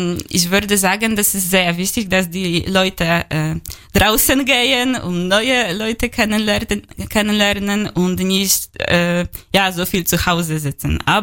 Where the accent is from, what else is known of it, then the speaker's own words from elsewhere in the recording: Poland; German is a second language; moved away as an adult; now in Germany; Genau, ich komme aus Polen. Ich bin in Deutschland seit 2,5 Jahren.